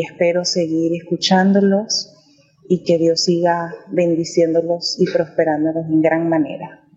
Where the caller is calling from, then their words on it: Venezuela; Soy de Venezuela